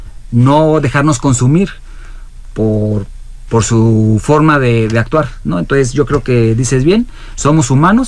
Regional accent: Querétaro, Mexico; totalmente queretano.

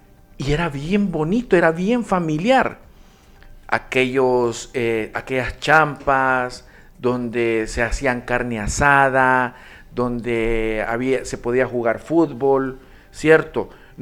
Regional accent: Danlí, El Paraíso, Honduras; moved away; yo soy de Danlí, veníamos del interior

